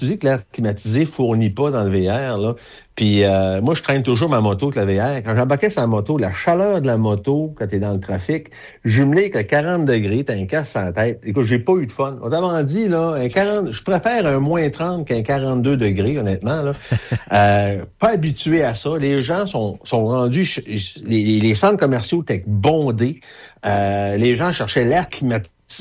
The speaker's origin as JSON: {"language": "French", "region": "Quebec", "country": "Canada", "said": "Écoute, moi, moi, dire, je suis un vrai Québécois et originaire de la Côte-Nord."}